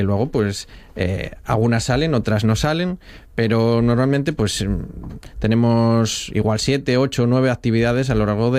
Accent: Avilés, Asturias, Spain; Yo además soy de Avilés

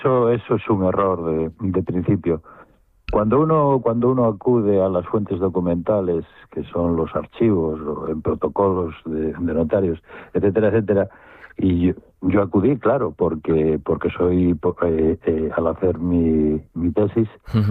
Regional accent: Avilés, Asturias, Spain; born there; en principio soy hijo de migrantes gallegos. Yo nací en Avilés

